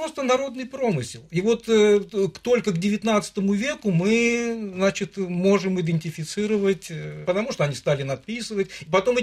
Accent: Khurukra, Dagestan, Russia; Да. Да. Мое родное село.

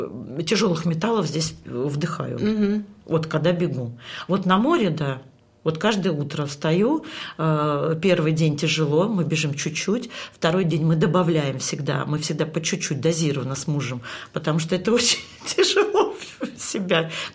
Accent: Siberia, Russia; тем более я с Сибири.

